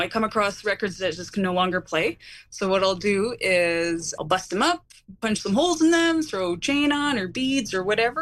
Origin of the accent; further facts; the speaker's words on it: Prince George, British Columbia, Canada; When I was a teenager, I used to frequent this record store in my hometown of Prince George.